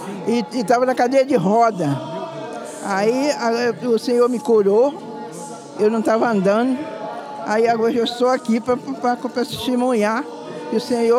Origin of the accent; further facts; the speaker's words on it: Juiz de Fora, Minas Gerais, Brazil; Aí eu vim de lá de Juiz de Fora, sou lá de Juiz de Fora.